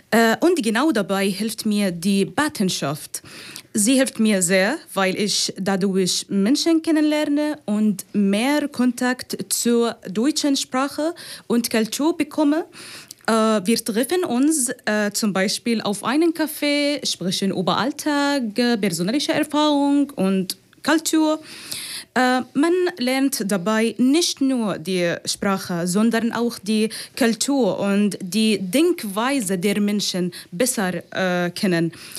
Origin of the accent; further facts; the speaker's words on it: Palestine; German is a second language; moved away; Ich komme aus Palästina.